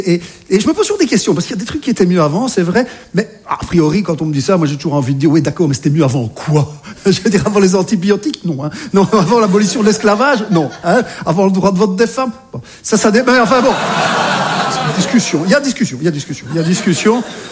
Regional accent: Belgium; now in France; je suis belge, j'habite en France et j'ai été dépucelé en Espagne par une Anglaise

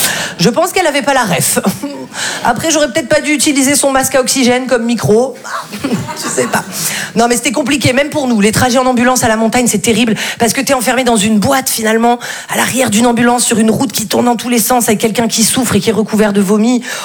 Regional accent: Valdeblore, Provence-Alpes-Côte d'Azur, France; moi je viens d'un tout petit village qui s'appelle Val-de-Blore.

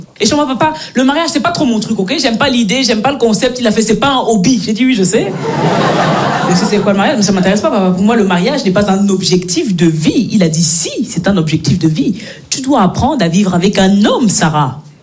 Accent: Belgium; born or raised there

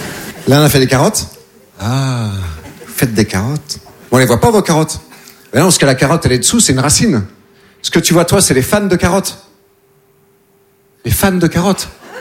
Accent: Nouvelle-Aquitaine, France

